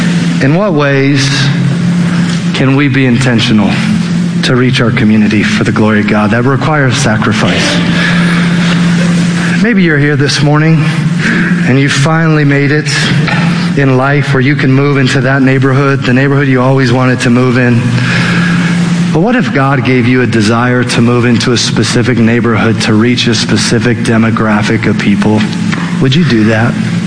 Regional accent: Aurora, Colorado, United States; also born or lived in Boston; I grew up in Aurora. I'm a native to Colorado.

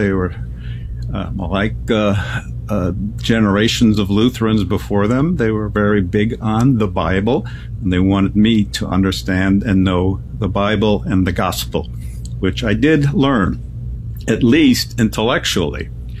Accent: Chicago, Illinois, United States; first language German; also born or lived in Cologne, Germany; So my dad took us all, the three of us immigrated to Chicago. And that is basically where I grew up. My mom says when I was younger, I could only speak German. That's what I learned from my parents because they were both Germans, immigrants.

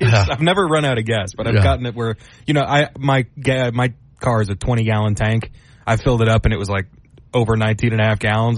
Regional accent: Austin, Texas, United States; growing up in Austin

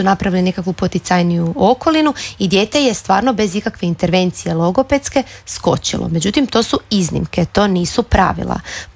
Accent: Sesvetski Kraljevec, City of Zagreb, Croatia; Ja sam odrasla u Sesvetama, odnosno u Sesvetskom Kraljevcu, i to je bilo drugačije.

